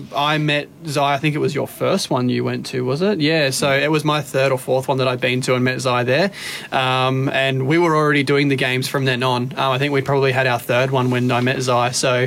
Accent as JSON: {"language": "English", "town": "Queenstown", "region": "Tasmania", "country": "Australia", "tie": "born or raised there", "also_born_or_lived": "Hobart", "said": "I grew up in Queenstown on the West Coast"}